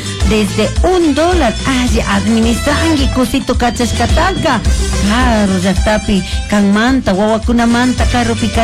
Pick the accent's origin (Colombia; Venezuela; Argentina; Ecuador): Ecuador; Guamote, Chimborazo; estamos aquí en Guamote, mi tierra querida, Niscami.